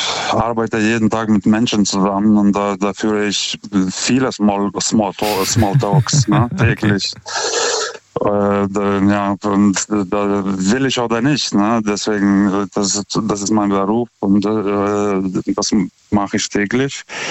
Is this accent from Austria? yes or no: no; Lithuania; now in Germany